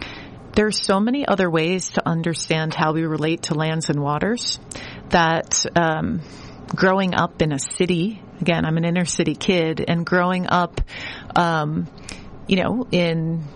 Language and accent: English; Boston, Massachusetts, United States; being a Bostonian